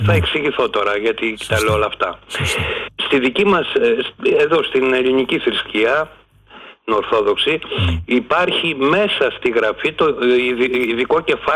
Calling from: Athens, Attica, Greece; από Αθήνα παίρνω.

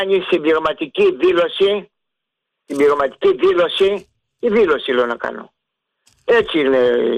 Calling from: Karystos, Central Greece, Greece; από την Κάριστο.

